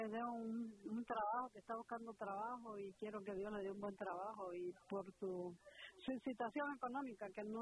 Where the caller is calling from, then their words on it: Long Island, New York, United States; De acá, de Long Island.